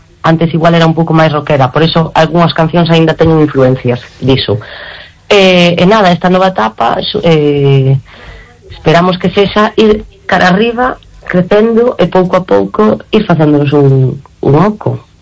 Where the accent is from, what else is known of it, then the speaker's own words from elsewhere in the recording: Argentina; A verdade que sí, sí, porque aparte de cada unha de un sitio … veño da Argentina